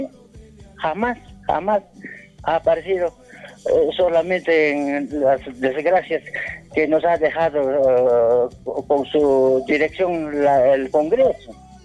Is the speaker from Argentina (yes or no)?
no; Peru; Somos peruanos.